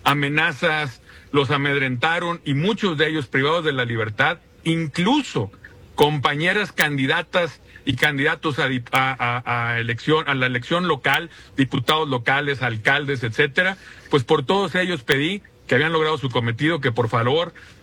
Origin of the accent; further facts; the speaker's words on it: Sinaloa, Mexico; Fue una campaña como somos los sinaloenses, franco, directa, alegre.